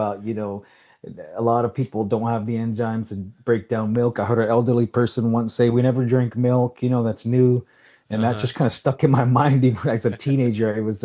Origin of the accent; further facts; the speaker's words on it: Salt River, Arizona, United States; born or raised there